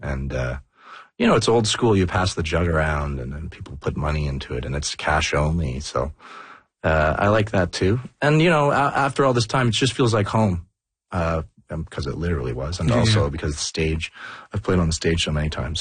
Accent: Toronto, Ontario, Canada; I grew up in Toronto downtown. I took the subway a lot.

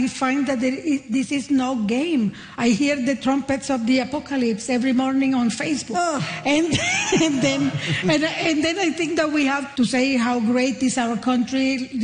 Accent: Nicaragua; now in Canada; I grew up in Nicaragua fearing an American invasion, and then I come to Canada

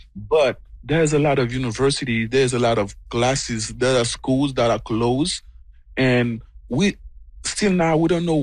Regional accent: Port-au-Prince, Ouest, Haiti; moved away as an adult; I was born in Port-au-Prince. My whole life was in Port-au-Prince. So I know nowhere else besides Port-au-Prince.

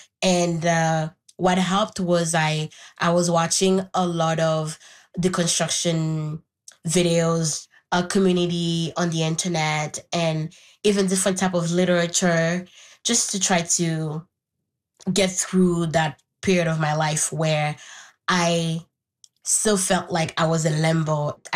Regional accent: Haiti; first language Haitian Creole; English is a second language; I grew up in Haiti. My first language is Haitian Creole.

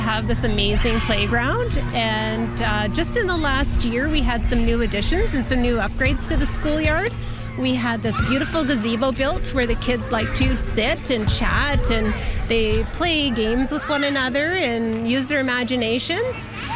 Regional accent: Toronto, Ontario, Canada; now in Sudbury, Canada; I grew up in Scarborough, Ontario, in the suburbs of Toronto.

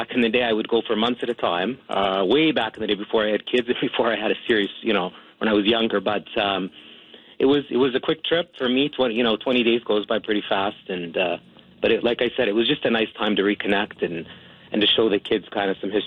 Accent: Canada; you know, I'm Canadian, I'm Lebanese, but I have to say there's a resilience of the Lebanese people.

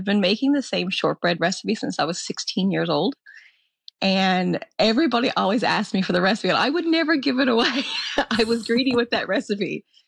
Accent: Triton, Newfoundland and Labrador, Canada; I'm very proud of my hometown. Triton is a beautiful place to live and the people are lovely.

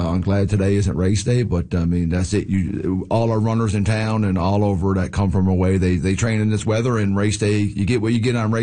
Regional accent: Newfoundland and Labrador, Canada; now in Labrador, Canada; I'm not from Labrador. I'm from Newfoundland, but I'm raising a family here in Labrador, and I love it here

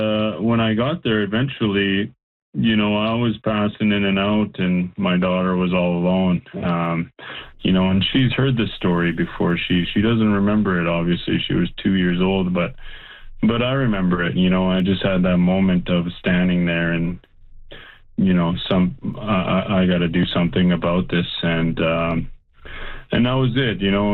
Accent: Saskatchewan, Canada; Yeah, well … I'm from Lalosh, Clearwater. And I grew up there.

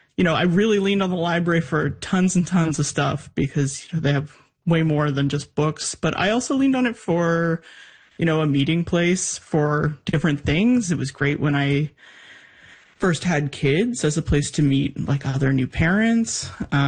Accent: Bedford, Nova Scotia, Canada; I mean, I grew up in Bedford, Nova Scotia, and I was at that Bedford library all the time

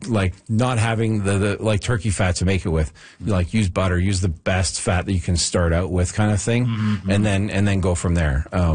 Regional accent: Sherwood Park, Alberta, Canada; I'm from outside of Edmonton. I'm from Sherwood Park, and there's a lot of Ukrainian folks up there.

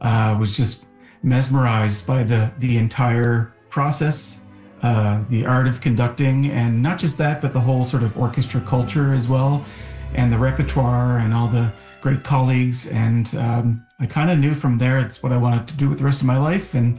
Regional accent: Cape Breton, Nova Scotia, Canada; I was growing up in Nova Scotia in Cape Breton

